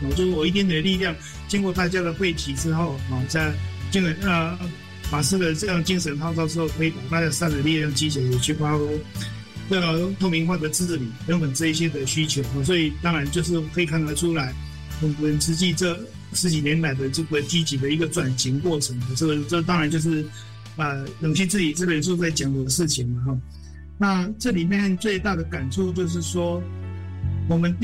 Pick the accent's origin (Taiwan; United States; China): Taiwan; Yunlin County; now in Taipei, Taiwan; 我是云林人